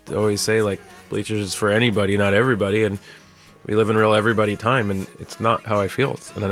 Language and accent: English; New Jersey, United States; We got married in the beach town that I grew up in Jersey